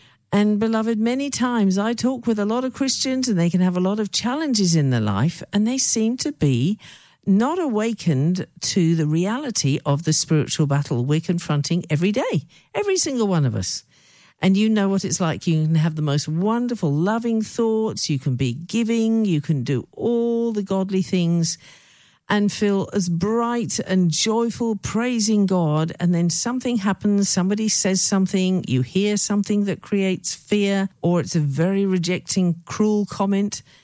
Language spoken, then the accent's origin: English; United Kingdom; I remember growing up in the United Kingdom, I might have mentioned this before, huge impact on me.